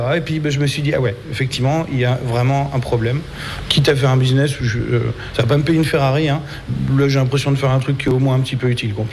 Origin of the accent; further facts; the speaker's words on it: France; c'est un excellent chef, il est cambodgien, et nous on est français.